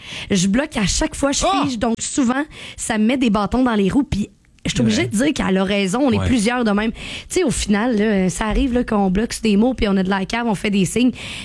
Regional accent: Quebec, Canada; Tu sais, je suis québécoise.

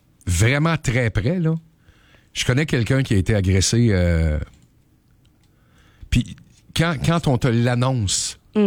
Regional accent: Quebec, Canada

